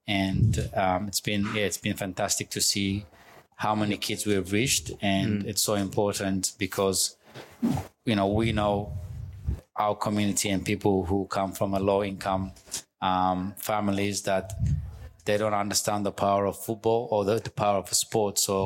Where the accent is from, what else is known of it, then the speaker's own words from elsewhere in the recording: Ethiopia; now in Australia; I was born in Ethiopia